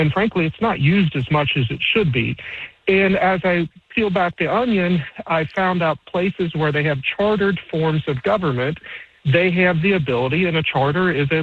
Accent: Ohio, United States; We're two attorneys from Brown County, Ohio, who practice out of our homes.

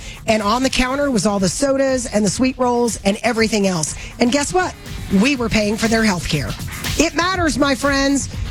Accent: Deep South, United States; I am from the Deep South.

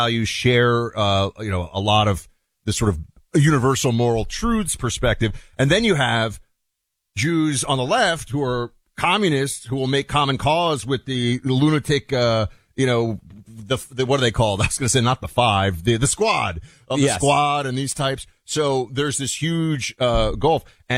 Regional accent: New York, United States; Now I'm getting into kind of the growing up in New York, and there are Jewish Americans, Clay, for whom Judaism is much more of a cultural identification.

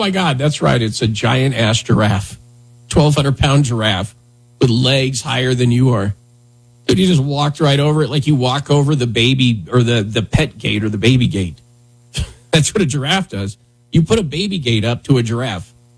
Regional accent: Wyoming, United States; where I grew up in Wyoming

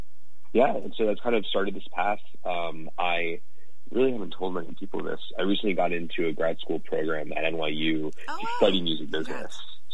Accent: Arlington, Virginia, United States; Majored in international affairs, focusing in conflict resolution, and I'm from Arlington, Virginia.

